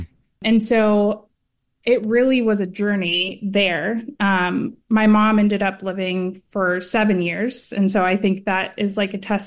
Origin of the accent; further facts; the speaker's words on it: Texas, United States; you can't say you're not from Texas, but my heart is from the East Coast. So I grew up in Texas